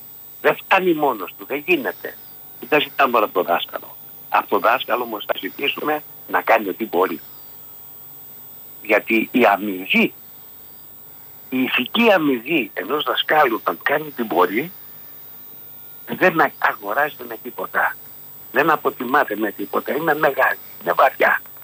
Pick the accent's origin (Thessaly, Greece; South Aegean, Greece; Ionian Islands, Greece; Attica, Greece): Attica, Greece; Athens; Εγώ τα παιδικά μου χρόνια τα ζήσα στα Νοπριβλήσια